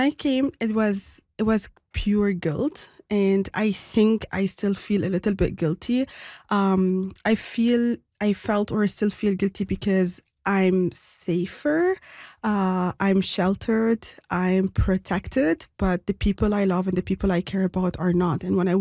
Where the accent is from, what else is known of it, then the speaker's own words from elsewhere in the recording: Sudan; also born or lived in Lebanon; because I'm originally from Sudan and my mom is from Syria, and both countries were at war, so that was the reason why we sought asylum and we were given the title of being refugees. So we came as refugees from Lebanon.